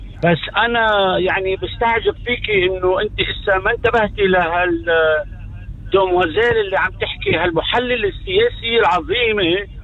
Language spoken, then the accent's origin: Arabic; Lebanon; أنا كلبناني شو بيهمني إذا ربحت إيران ولا ربحت أمريكا؟ أنا بيهمني بدي أطلع على بلدي لبنان شو صار بلبنان